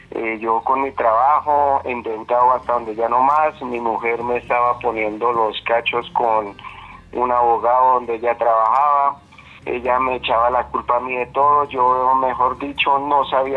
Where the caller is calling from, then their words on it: Medellín, Antioquia, Colombia; Aquí de Medellín, Antioquia